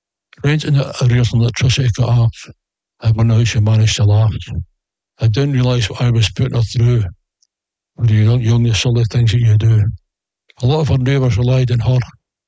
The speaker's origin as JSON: {"language": "English", "region": "Scotland", "country": "United Kingdom", "said": "I'm Scottish. Although my dad was Irish, he came from Sligo."}